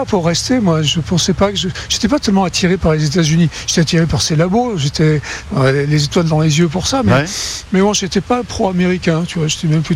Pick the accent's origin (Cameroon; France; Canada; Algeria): France; accent: French; now in United States; Donc, j'ai gardé un accent très français aujourd'hui, mais bon, ça va mieux. Et donc, j'ai appris à parler anglais.